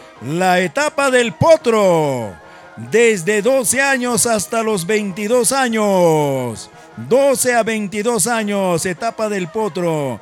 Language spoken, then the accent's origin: Spanish; Peru; moved away; Cuando yo estudiaba en mi tierra de Collahuasi primaria, en esos tiempos de la década del 60